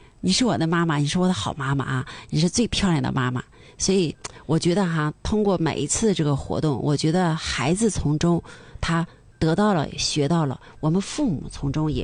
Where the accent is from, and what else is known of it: China